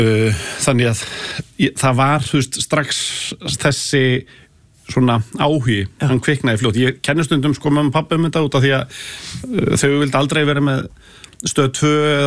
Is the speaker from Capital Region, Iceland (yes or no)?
yes; Hafnarfjörður, Capital Region, Iceland; Ég er alinn upp í Hafnarfirði ég er haffyrringur í húð og hár